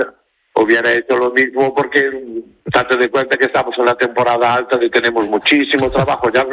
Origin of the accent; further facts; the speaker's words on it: Lugo, Galicia, Spain; now in A Coruña, Spain; yo soy nativo de Lugo. Joder. Llevo muchos años en Coruña